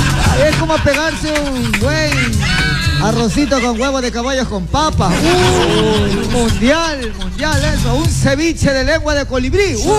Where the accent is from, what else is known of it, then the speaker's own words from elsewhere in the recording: Ecuador; Soy ecuatoriano.